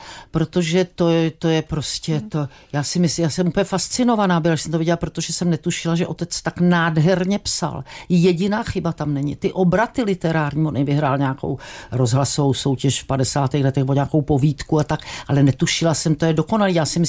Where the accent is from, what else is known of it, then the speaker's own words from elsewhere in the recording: Strakonice, South Bohemian Region, Czechia; born there; moved away as an adult; já jsem ze Šumavy, jo, a oba rodiče pocházeli ze Šumavy 3 kilometry od sebe